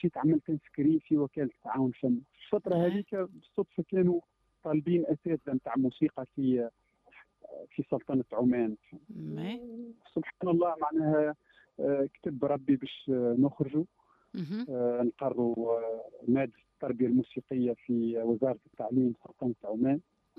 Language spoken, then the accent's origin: Arabic; Tunisia; moved away as an adult; now in Oman; عمري ما كنت مفكر اني باش نخرج من تونس.